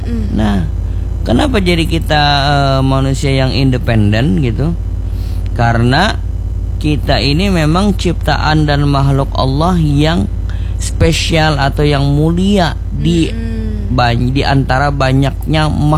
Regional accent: Banjar, South Kalimantan, Indonesia; Makanya kita orang Banjar ini

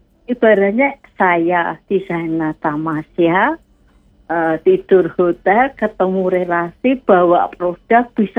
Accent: Semarang, Central Java, Indonesia; moved away as an adult; now in Pemalang, Indonesia; saya itu aslinya dari Semarang, hijrah ke Pemalang.

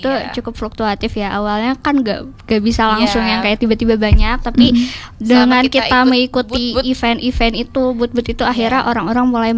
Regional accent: West Java, Indonesia; kita dari Jawa Barat gitu.

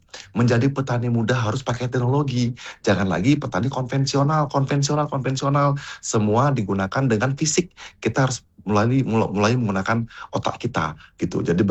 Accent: Bali, Indonesia

